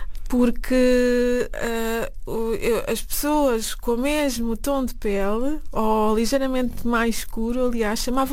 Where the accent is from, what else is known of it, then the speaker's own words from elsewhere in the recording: Lisbon, Portugal; born there; Sim, eu nasci em Lisboa, meu pai veio para cá adolescente e, portanto, não tivemos a hipótese de ir a Moçambique.